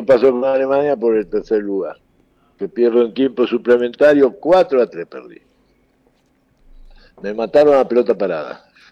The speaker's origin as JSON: {"language": "Spanish", "country": "Argentina", "said": "Somos argentinos todos, ¿eh? Uh-huh. Todos somos argentinos"}